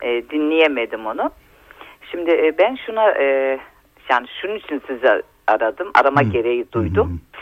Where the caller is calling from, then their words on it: Trabzon, Turkey; Ben Trabzon'dan.